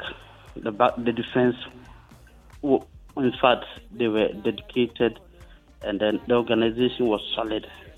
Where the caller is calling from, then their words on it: Ejisu, Ashanti, Ghana; from Ejiso.